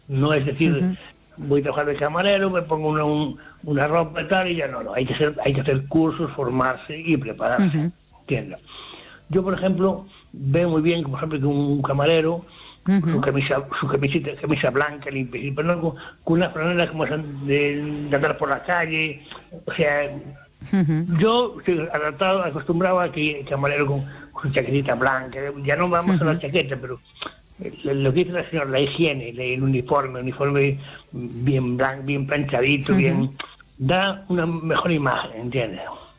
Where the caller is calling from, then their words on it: Ferrol, Galicia, Spain; aquí de Ferrol.